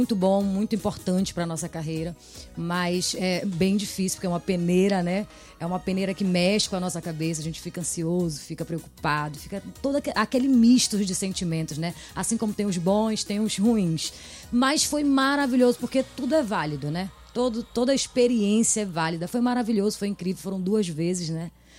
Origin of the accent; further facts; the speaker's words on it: Pará, Brazil; sou da ilha do Marajó.